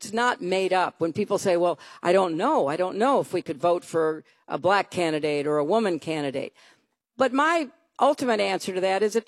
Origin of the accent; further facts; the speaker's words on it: New York, United States; But I'm not a Mainer. I'm a New Yorker.